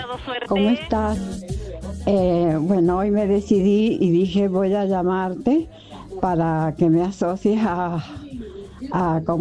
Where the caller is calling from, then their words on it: Guaymallén, Mendoza, Argentina; Soy acá de Mendoza, de Guaymallén